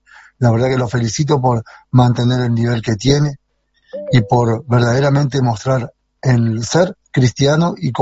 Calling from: Uruguay

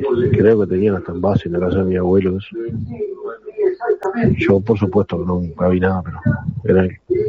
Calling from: San Ramón, Canelones, Uruguay; de San Ramón. Mi familia toda de Cardal, somos allá. Y bueno, mis viejos son de allá.

